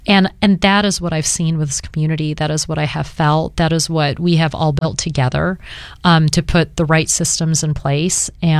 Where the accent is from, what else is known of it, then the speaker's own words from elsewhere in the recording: Pacific Northwest, United States; It feels like I'm going back home to a certain degree, even though I grew up in the Pacific Northwest.